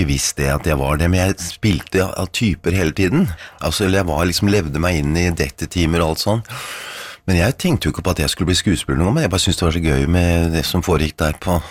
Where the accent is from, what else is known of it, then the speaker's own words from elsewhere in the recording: Oslo, Norway; nede i bakgården husker jeg på Torshov, jeg er fra Torshov